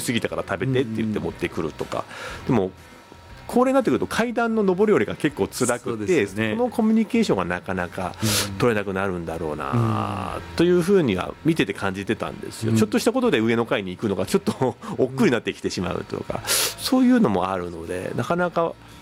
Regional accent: Sapporo, Hokkaido, Japan; moved away; 私はその実はもうそのもみじ台で生まれ育って、で両親はもうすでに亡くなってるので10年前に、なのでそのもみじ台の団地に今住んではいないんですけど

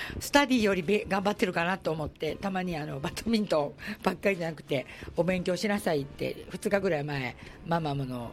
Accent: Osaka, Japan; 若干ね私も大阪人なのでズケズケと、KY とか全然、普通に行くんで

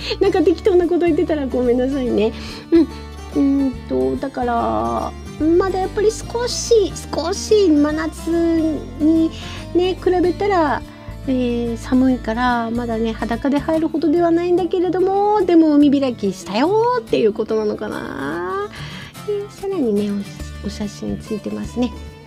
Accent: Furano, Hokkaido, Japan; 私のふるさと の富良野

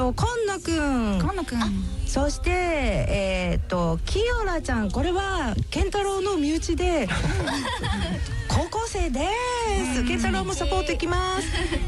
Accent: Okazaki, Aichi, Japan; now in Tokyo, Japan; 現在は東京拠点に活動していますが、この度久しぶりに地元岡崎で歌わせていただくこととなりました。

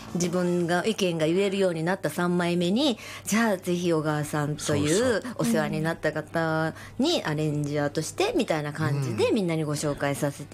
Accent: Kansai, Japan; moved away as an adult; now in Tokyo, Japan; 特に私関西出身で関西で歌い始めたので、

